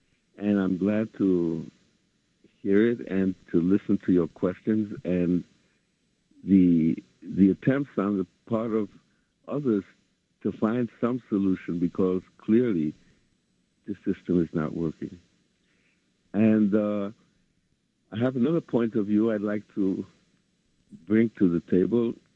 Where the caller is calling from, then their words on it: New York City, New York, United States; I'm calling from up west side.